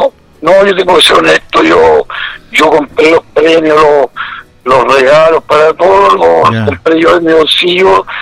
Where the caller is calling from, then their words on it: Tomé, Biobío, Chile; estar en mi pueblo, en mi hábitat